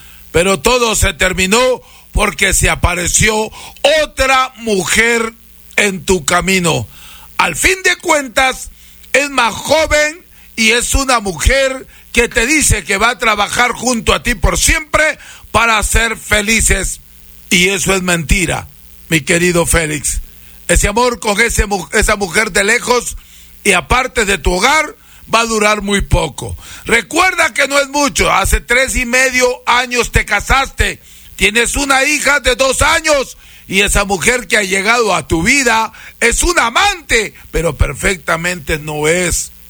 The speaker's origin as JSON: {"language": "Spanish", "town": "Huancabamba", "region": "Piura", "country": "Peru", "tie": "born or raised there", "said": "un producto que traigo de mi tierra natal, las Guaringas de Huancabamba, Perú. Porque yo soy guaringuero, maestro, chamán, curador del Perú."}